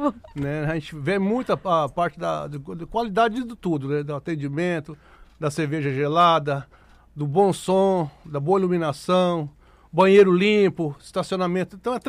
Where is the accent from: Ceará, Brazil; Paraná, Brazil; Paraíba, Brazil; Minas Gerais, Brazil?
Minas Gerais, Brazil; moved away as an adult; now in Roraima, Brazil; Eu sou uai, sou mineiro.